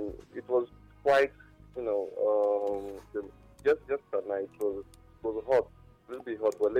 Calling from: Kogi, Nigeria; from Kogi State.

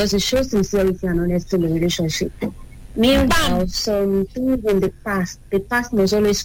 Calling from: Arapaja, Nigeria; I'm calling from Arapaja.

